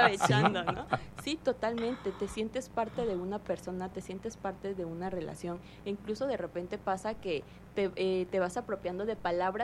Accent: Tabasco, Mexico; y entonces yo soy tabasqueño, y entonces orgullosos de ser tabasqueños

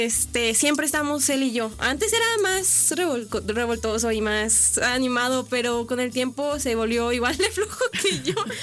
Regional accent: Aguascalientes, Mexico; born there; also born or lived in Veracruz; Soy de Aguascalientes, okay. Pero es que me adoptaron aquí. O sea, aquí nací, aquí me adoptaron y luego me llevaron a vivir a Veracruz porque ahí consiguió papá trabajo. Y porque creo que sí, él sí es de Veracruz. Y ya, pero nos regresamos porque la inseguridad allá sí estaba fea.

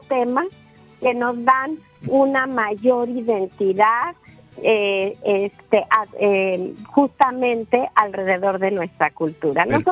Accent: Mexico

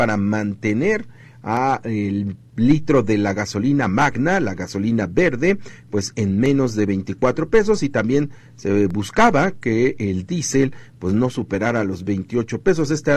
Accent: Mexico

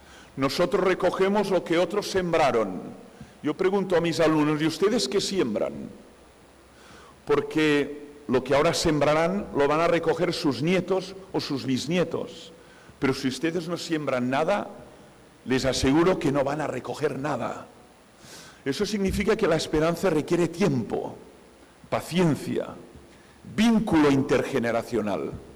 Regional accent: Barcelona, Catalonia, Spain; en Barcelona, mi ciudad natal

